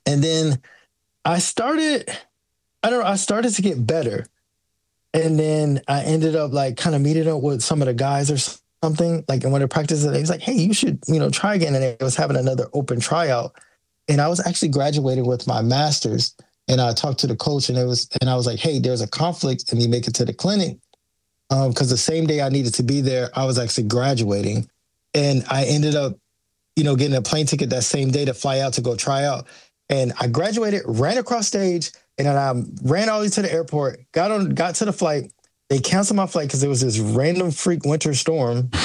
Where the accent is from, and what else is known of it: United States